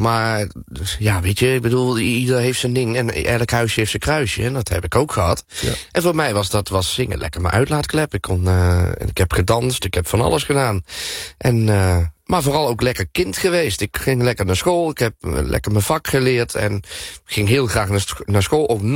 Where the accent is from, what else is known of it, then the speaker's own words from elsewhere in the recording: Tiel, Gelderland, Netherlands; born there; de stad waar ik geboren ben.